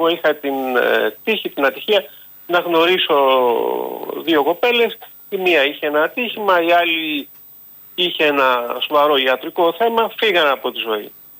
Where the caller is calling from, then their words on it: Greece; σαν Έλληνας πολίτης